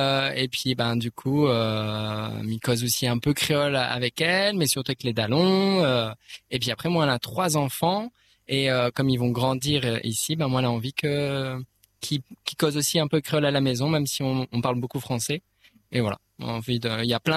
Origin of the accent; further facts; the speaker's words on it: Lille, Hauts-de-France, France; also born or lived in Toulouse; Avant ça, moi, on était à Toulouse. Avant ça, moi, on était à Lille. Moi, on est né à, moi, on est natif de Lille. Pas de la Réunion, mais Lille du nord de la France.